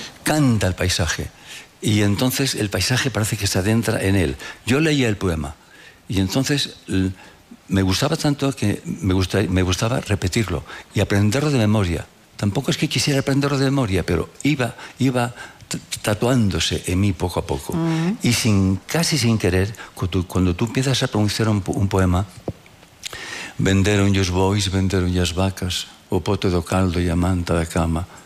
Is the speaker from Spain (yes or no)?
yes; El Bierzo, Castile and León, Spain; born there; moved away; yo soy enamorado de Castilla, pero a mí, amigo, El Bierzo, el río Sil, donde aprendiste a nadar, aquel clima, aquellas nieblas y aquellos montes de Ferradillo, las Medras, todo eso está grabado en tus entrañas